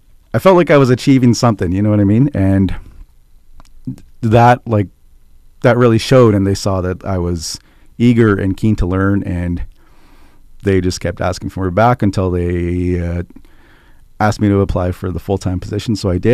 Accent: Yellowknife, Northwest Territories, Canada; also born or lived in Dettah; And yeah, I'm from Deda, and was born and raised here in Yellowknife.

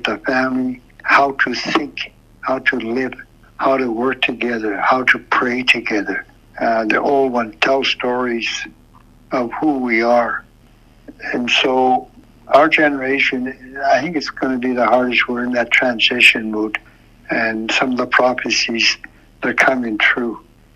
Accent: Fort Norman, Northwest Territories, Canada; And from my early years of growing up in Fort Norman, now as Toledo, how you know we advanced so far.

